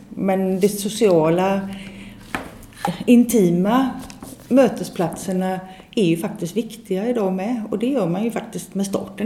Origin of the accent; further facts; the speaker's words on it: Gothenburg, Västra Götaland County, Sweden; now in Kinnarp, Sweden; Jag bor ute i Kinnarp. Jag kommer från Hisingen kan man ju säga då. Eller ja. Och jag har bott ute i Kållered. Jag har bott ett varv uppe på Bergsjön. Och sen så var jag iväg några år i Wien i Österrike.